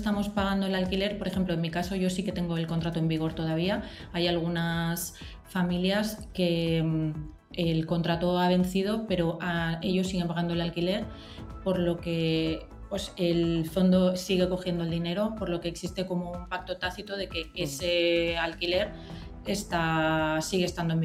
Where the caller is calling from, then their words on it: Madrid, Community of Madrid, Spain; yo vivo en Tribulete 7